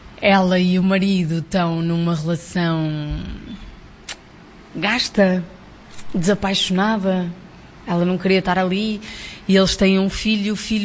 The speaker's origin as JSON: {"language": "Portuguese", "town": "Porto", "region": "Norte", "country": "Portugal", "said": "eu sou do Porto"}